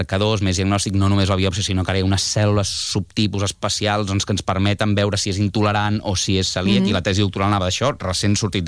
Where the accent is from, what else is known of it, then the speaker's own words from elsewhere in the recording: Barcelona, Catalonia, Spain; also born or lived in Moianès; Jo soc de Barcelona, però comarca del Moianès, me'l sento molt com a pròpia